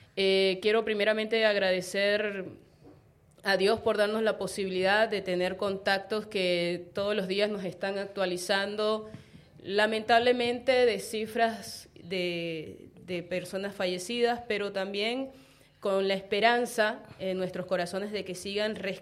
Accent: Venezuela; moved away as an adult; now in Neuquén, Argentina

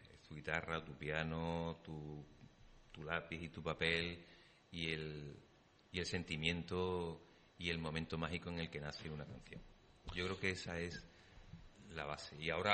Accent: Sanlúcar de Barrameda, Andalusia, Spain; born there; moved away; estaba acordándome de mi pueblo, de mi tierra, estaba acordándome, tenía añoranza, tenía... Y en un... Pues me dejé llevar la imaginación y me estaba viendo volando como un espíritu etéreo por las calles de Sanlúcar

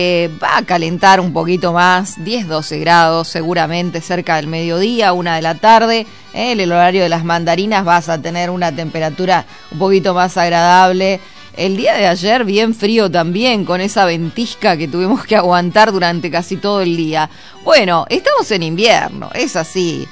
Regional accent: Argentina; Qué lindos que somos los argentinos

